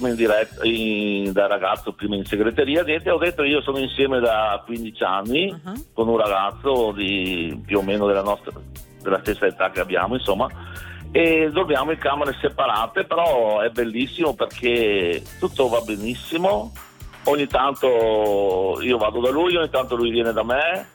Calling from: Veneto, Italy; Io chiamo dalla provincia di Padova.

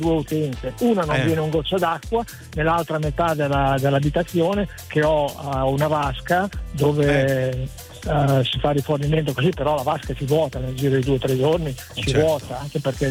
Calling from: Ferrara, Emilia-Romagna, Italy; Io non sono di Ortona, sono di Ferrara, però possiedo un immobile in una frazione del comune di Ortona.

